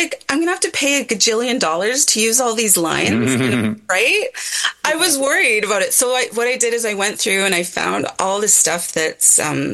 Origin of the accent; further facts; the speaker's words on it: the Valley, British Columbia, Canada; I was in the Valley. So, you know, it was really hard to get to Vancouver when I was growing up.